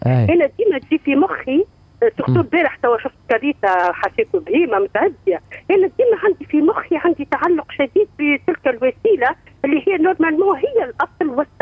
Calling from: Tunis, Tunis Governorate, Tunisia

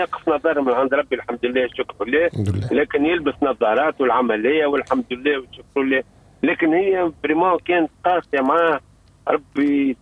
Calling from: Tunisia

